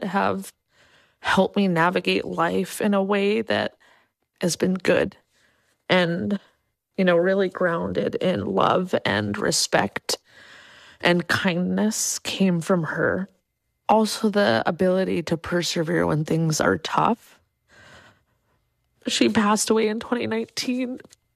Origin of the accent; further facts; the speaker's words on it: Clark's Point, Alaska, United States; my grandmother was Manchoq, and I was raised with her in Clark's Point in Bristol Bay.